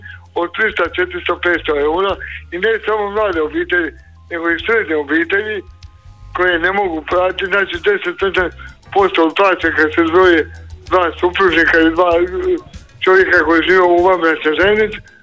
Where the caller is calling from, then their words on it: Croatia; mi smo Hrvati kontradiktorni.